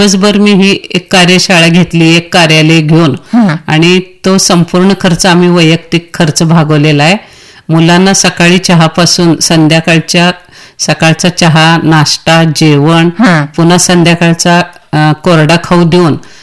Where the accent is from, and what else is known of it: Maharashtra, India